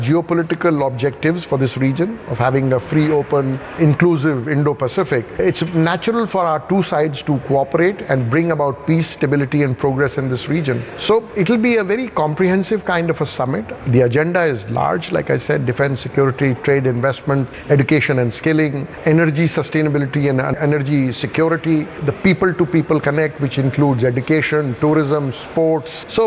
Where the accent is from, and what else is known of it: India